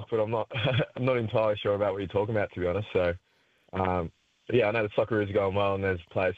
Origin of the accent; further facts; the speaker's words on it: Australia; no matter what you look like or where you come from, we're all Australian.